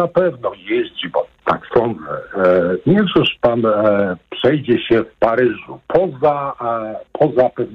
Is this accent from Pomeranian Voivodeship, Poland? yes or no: no; Kraków, Lesser Poland, Poland; No po prostu ja wychowałem się w dzielnicy Krakowa, w której było niebezpiecznie.